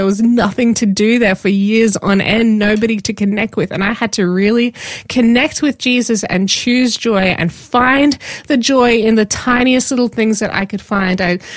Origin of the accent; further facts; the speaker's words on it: Queensland, Australia; moved away; also born or lived in Melbourne; I'm a Queenslander, I need the warm sunshine.